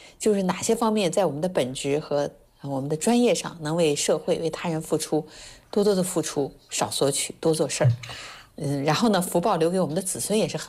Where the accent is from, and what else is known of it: China